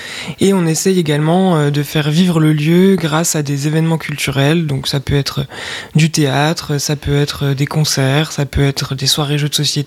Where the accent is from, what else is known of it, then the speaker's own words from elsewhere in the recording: Besançon, Bourgogne-Franche-Comté, France; moved away as an adult; now in Valdrôme, France; nous, on est originaire de Franche-Comté. On vient de Besançon.